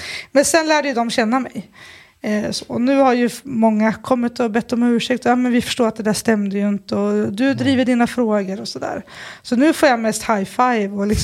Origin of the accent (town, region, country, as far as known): Sundsvall, Västernorrland County, Sweden; born or raised there